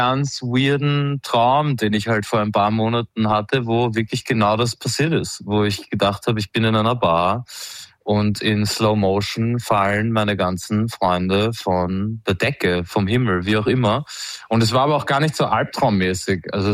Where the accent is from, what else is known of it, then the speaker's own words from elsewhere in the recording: Vienna, Austria; ich bin aus Wien